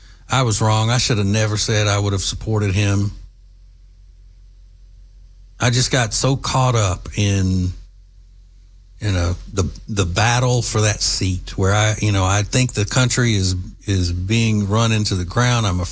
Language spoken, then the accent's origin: English; Louisiana, United States; also born or lived in Alabama; I was born and raised in Louisiana. So I'm an LSU fan.